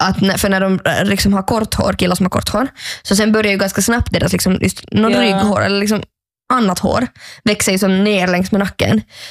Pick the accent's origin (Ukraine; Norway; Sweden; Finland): Norway; Ha, ja, jag kommer från Norge.